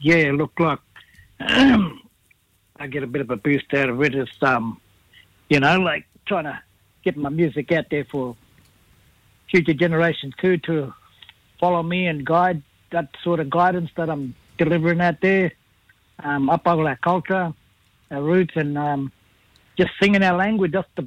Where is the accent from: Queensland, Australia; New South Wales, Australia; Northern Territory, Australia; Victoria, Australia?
Queensland, Australia; Kuranda; Well, I'm from Coranda, just a little place up in the rainforest from Cairns. Yeah, my tribe is Jabbagai and Western Yalanji.